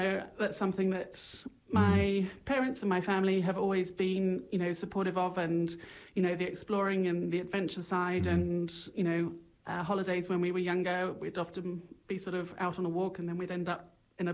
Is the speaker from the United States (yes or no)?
no; United Kingdom; From the UK, some people say it's obvious. Other people say that there's a bit of a Kiwi twang there now.